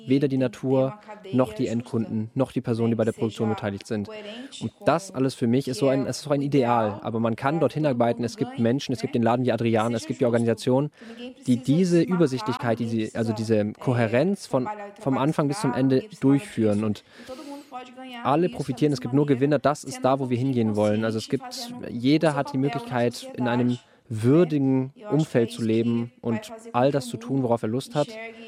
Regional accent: Brazil; als Frau, als Brasilianerin zu zeigen, wie ich hier lebe und was ich tue.

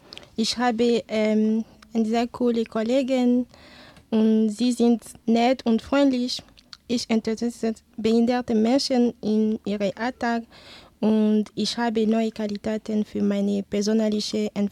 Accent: Togo; first language French; German is a second language; now in Germany; ich komme aus Togo, ich bin in Deutschland seit 1 Jahr und meine Muttersprache ist Französisch und Ewe.

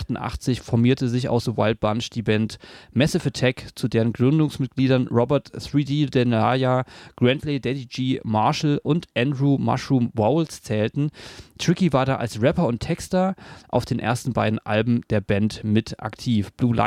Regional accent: Berlin, Germany

